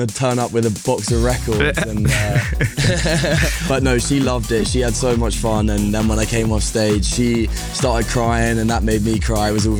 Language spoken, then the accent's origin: English; South East England, United Kingdom; born or raised there